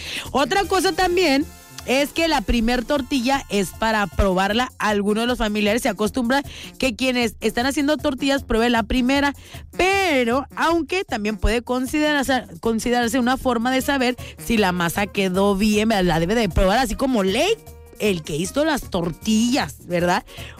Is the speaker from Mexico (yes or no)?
yes; Mexico; Como buenos mexicanos que somos, muy supersticiosos, tenemos creencias